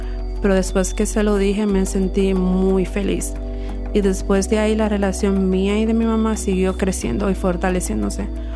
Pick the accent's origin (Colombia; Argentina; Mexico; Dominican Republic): Dominican Republic